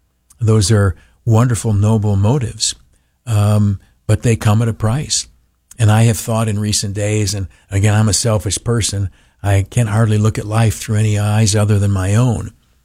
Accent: New York, United States; I'm too old. My roots are too deep. I'm a New Yorker in every conceivable way. I'm not going anyplace.

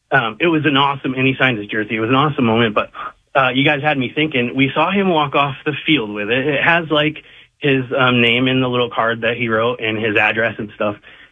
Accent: Bridgeport, Connecticut, United States; now in Montana, United States; And crazy enough, I'm from Bridgeport, Connecticut.

